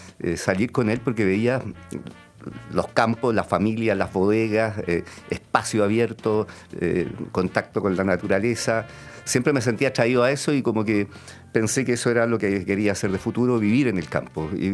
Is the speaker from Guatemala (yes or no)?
no; Santiago, Santiago Metropolitan Region, Chile; born there; Yo soy citadino, o sea, nací en una casa en Santiago.